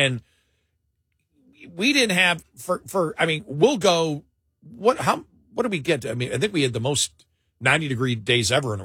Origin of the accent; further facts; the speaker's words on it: Buffalo, New York, United States; And I grew up in Buffalo, New York, and not necessarily just rain, but sometimes in the winter, it would get so dark during the day.